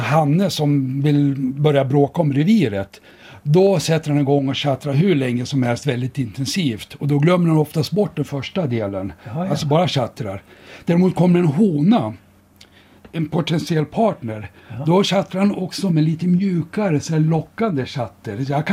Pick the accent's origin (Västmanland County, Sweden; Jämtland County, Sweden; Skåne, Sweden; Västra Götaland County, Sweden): Västmanland County, Sweden; Surahammar; born there; Jo, jag är ju född i Surahammar.